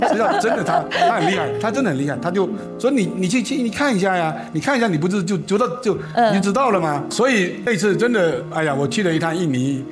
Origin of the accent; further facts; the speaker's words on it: China; also born or lived in Singapore; now in Xiamen, China; 我们回来的日子也选得特别好，刚好是香港回归的时候，所以我们也回归了，也回到祖国的怀抱。